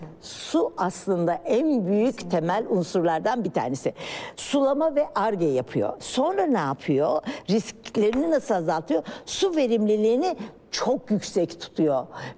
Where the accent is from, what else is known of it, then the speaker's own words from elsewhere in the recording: Malatya, Turkey; Tabii ben şimdi Malatyalıyım, ailemin bana anlattığı şeylerden eskiden arazilerde bütün arazi sahiplerinin dönüşümlü su kullanma durumu varmış.